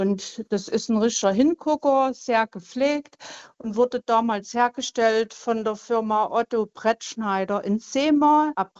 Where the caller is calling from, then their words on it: Frohburg, Saxony, Germany; ich rufe aus Frohburg an in Sachsen.